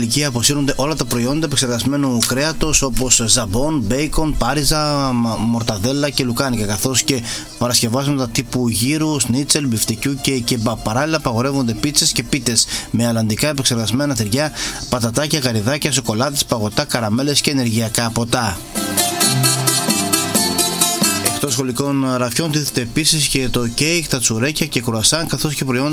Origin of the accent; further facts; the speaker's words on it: Greece; σαν Έλληνες